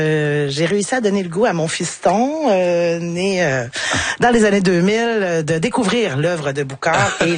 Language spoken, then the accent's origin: French; Quebec, Canada; born there; Mon papa est arrivé ici de l'Europe en 1953 à Baie-Comeau. Ah. Et je suis née sur la Côte-Nord.